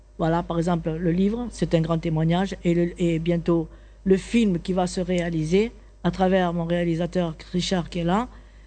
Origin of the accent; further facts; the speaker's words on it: Martigues, Provence-Alpes-Côte d'Azur, France; born there; moved away as an adult; now in Côte d'Ivoire; Donc, moi, je viens de France. Je suis née à Martigues, en Provence. Et mes origines sont siciliennes.